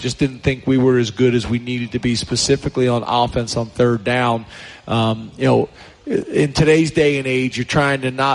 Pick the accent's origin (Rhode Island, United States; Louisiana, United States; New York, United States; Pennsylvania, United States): Pennsylvania, United States; moved away; She lives in a house that we grew up in just outside of Philadelphia.